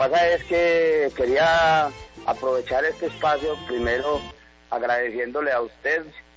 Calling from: Cartago, Valle del Cauca, Colombia; De aquí, de la Comuna 7.

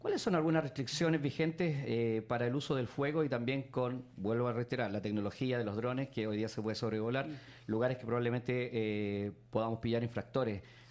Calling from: Santiago, Santiago Metropolitan Region, Chile; solamente soy un turista de Santiago que vengo a recorrer mi país

